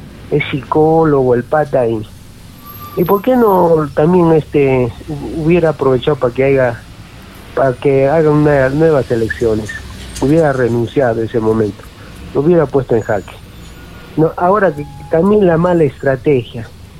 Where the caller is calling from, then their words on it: Paucarpata, Arequipa, Peru; como somos de Pocarpata